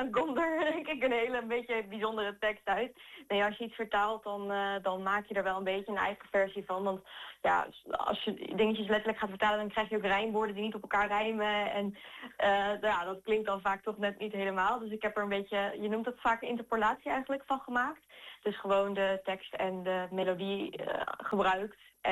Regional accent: Bergen op Zoom, North Brabant, Netherlands; now in North Brabant, Netherlands; Ik kom uit Berg op Zoom. Ik ben geboren en getogen daar zo. Ik woon op dit moment daar niet meer, maar nog wel in Brabant. Dus van Brabantse bodem.

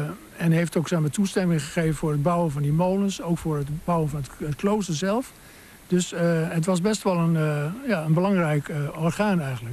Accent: Groningen, Netherlands; moved away as an adult; also born or lived in Wapenveld; Ik kom uit Groningen.

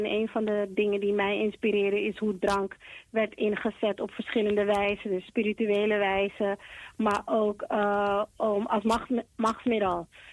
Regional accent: Amsterdam, North Holland, Netherlands; also born or lived in United States / London; Dat is vaak de Curaçaose, Arubaanse en Surinaamse driehoek voor ons, maar tegelijkertijd geboren en getogen in Amsterdam, naar school gegaan in Amerika en in Londen. Dus breed Caribische gemeenschap als jeugd gehad waarin ik ben opgegroeid.

